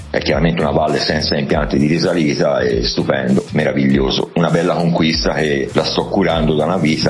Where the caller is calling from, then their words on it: Scandicci, Tuscany, Italy; di Scandicci.